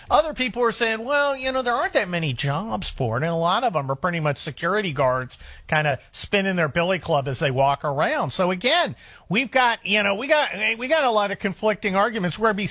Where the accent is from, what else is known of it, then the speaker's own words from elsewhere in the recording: California, United States; and I'm a Californian, so I understand governments being repulsive to business